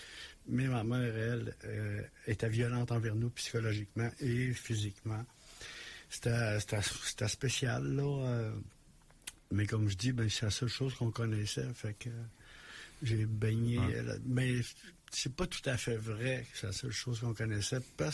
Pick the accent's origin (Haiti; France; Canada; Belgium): Canada; Bellechasse, Quebec; moi j'ai été élevé dans Bellechasse, dans la région de Bellechasse, en campagne